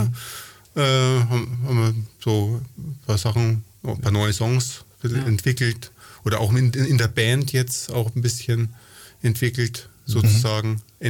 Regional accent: Nuremberg, Bavaria, Germany; born there; also born or lived in Ingolstadt

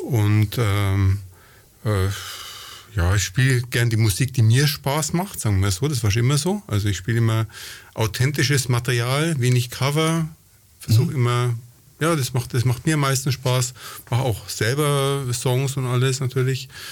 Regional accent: Nuremberg, Bavaria, Germany; born there; moved away; also born or lived in Ingolstadt; Nein, ich bin ein gebürtiger Nürnberger tatsächlich.

